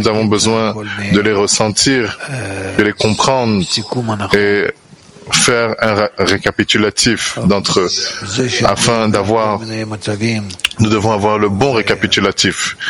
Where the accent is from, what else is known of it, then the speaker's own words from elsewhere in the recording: England, United Kingdom; French is a second language; Je suis de l'Angleterre, mais je vais poser la question en hébreu.